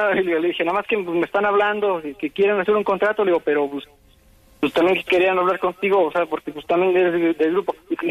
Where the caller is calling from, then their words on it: Matehuala, San Luis Potosí, Mexico; Nosotros somos de aquí de Matehuala, San Luis.